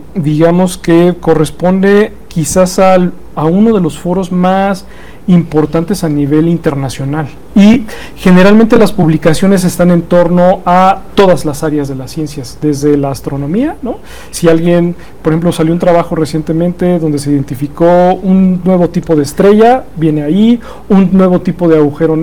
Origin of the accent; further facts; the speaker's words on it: Mexico; A veces como mexicanos, cuando estamos a lo mejor abrazando a un mezquite, no nos damos cuenta de lo antiguo que es ese organismo